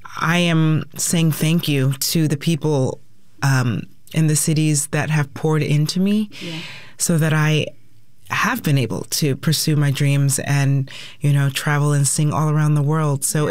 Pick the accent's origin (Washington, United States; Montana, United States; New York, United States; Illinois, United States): Washington, United States; Lakewood; I grew up in Lakewood, Tacoma, Pierce County, and I grew up singing in the church choir at LNAME